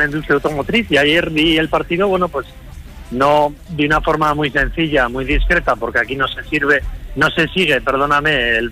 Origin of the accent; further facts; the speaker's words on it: Alfajarín, Aragon, Spain; now in Poland; Buenos días desde la ciudad polaca de Saban. … de Alfajarín.